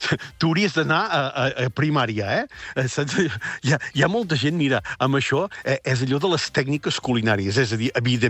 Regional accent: Catalonia, Spain; Jo que sóc de la Garrotxa

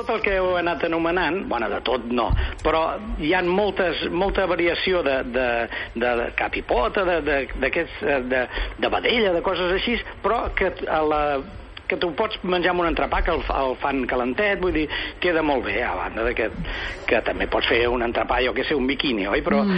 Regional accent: Barcelona, Catalonia, Spain; com que jo sóc de Sants, el reivindico

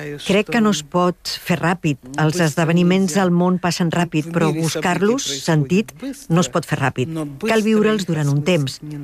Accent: Belarus; moved away; Jo sóc de Bielorússia i és molt difícil protestar en un estat totalitari. Jo vaig marxar

